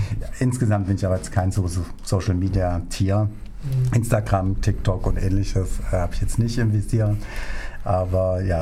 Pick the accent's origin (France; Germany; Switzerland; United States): Germany; Ich selber bin aus dem Westen.